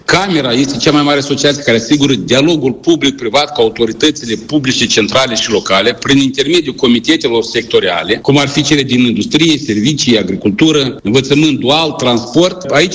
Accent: Moldova

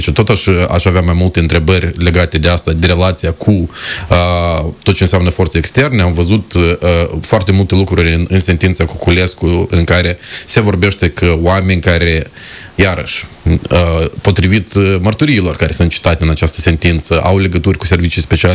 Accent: Chișinău, Moldova; asta este banul pe care din impozitele mele ca și chișinăuian se duce la municipiul Chișinău.

